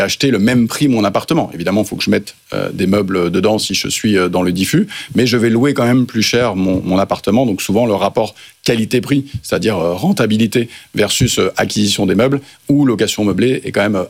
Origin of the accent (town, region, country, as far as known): Caen, Normandy, France; born or raised there